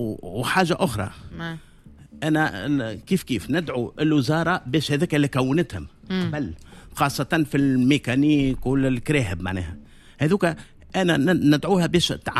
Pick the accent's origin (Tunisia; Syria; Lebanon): Tunisia; قلت لهم توا احنا أكثر الكراهب موجودين عندنا في تونس من الماركة هذه